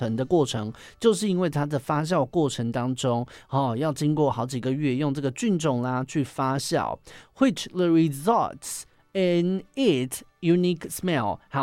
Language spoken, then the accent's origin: Chinese; Taiwan; 自己身为是台湾人